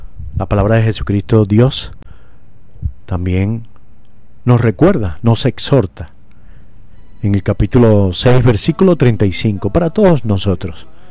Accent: Venezuela

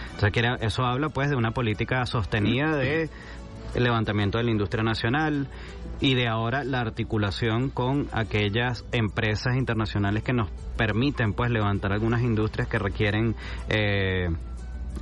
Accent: Venezuela; nosotros, por supuesto, como venezolanos, venezolanas, recordamos mucho ese difícil año 2017

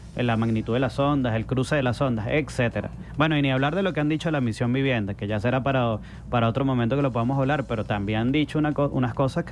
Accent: Venezuela

